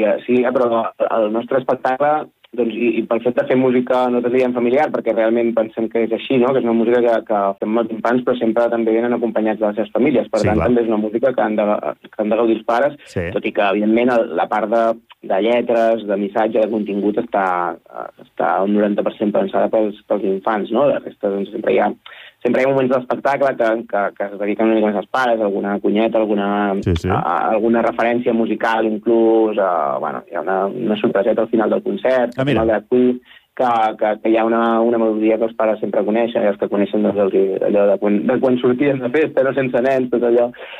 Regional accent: Catalonia, Spain; nosaltres som de prop de Barcelona

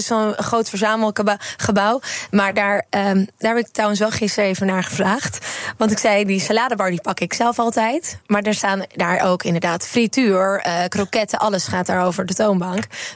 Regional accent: Netherlands; wij als Nederlanders

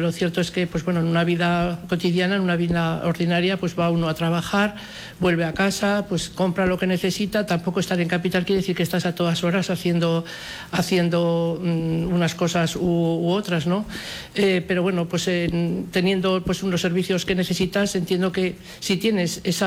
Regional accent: Sofuentes, Aragon, Spain; una entidad local menor que se llama Sofuentes, que es de la cual yo soy nacida

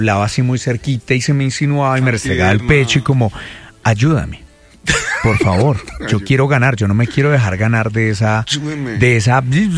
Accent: Granada, Colombia; moved away; allá en mi pueblito, en Granada.

